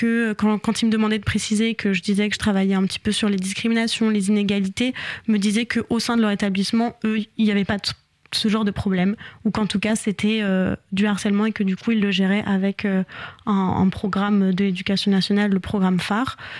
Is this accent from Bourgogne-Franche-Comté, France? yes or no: yes; Bourgogne-Franche-Comté, France; moved away; Moi, à la base, je viens donc de Bourgogne